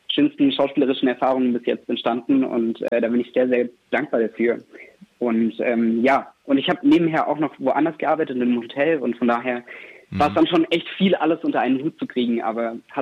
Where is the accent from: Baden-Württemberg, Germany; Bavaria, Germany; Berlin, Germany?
Baden-Württemberg, Germany; Reutlingen; accent: Swabian; Ich komme aus Reutlingen, ganz genau. Ah. Also da die Gegend, genau. Und von daher, ich kann Schwäbisch, aber es ist sehr eingerostet. Also ich lebe ja auch lange nicht mehr zu Hause.